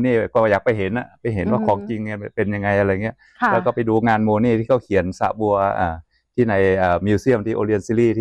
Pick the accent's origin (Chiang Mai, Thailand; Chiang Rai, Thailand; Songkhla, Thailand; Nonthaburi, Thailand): Chiang Rai, Thailand; เพราะความที่เมื่อก่อนเราอยู่บ้านอยู่เชียงรายเนี่ยชนบทของเราเป็นแบบนี้ไงแต่ตอนนี้มันที่เชียงรายมันหายไปหมด